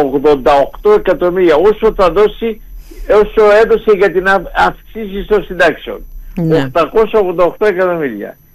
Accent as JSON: {"language": "Greek", "region": "Western Greece", "country": "Greece", "tie": "born or raised there", "moved": "yes", "said": "από την ιδιαίτερη πατρίδα μου, από την Ηλία"}